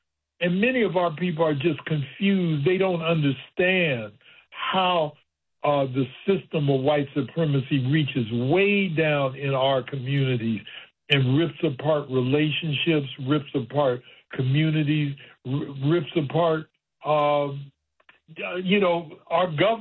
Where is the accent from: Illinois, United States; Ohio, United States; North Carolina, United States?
Ohio, United States; moved away; my home state of Ohio